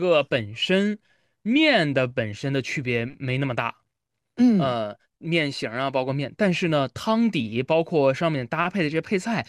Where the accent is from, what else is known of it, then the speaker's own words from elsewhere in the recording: Shanxi, China; moved away; 我是山西人，我们山西人会吃的一道菜叫猫耳朵。